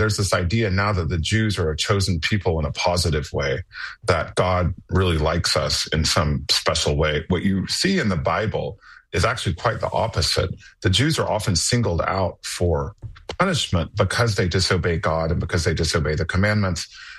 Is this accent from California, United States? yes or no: no; Houston, Texas, United States; Well, because also as a Texan and as a Houstonian, I think that I know and that we know that Jewish history in just in this country is a lot broader